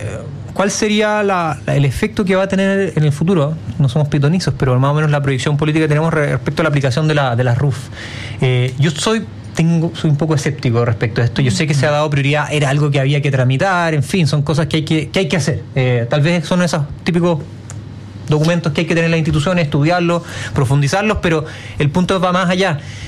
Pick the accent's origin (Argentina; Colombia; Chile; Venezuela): Chile; es realmente imposible poder coordinarnos como chilenos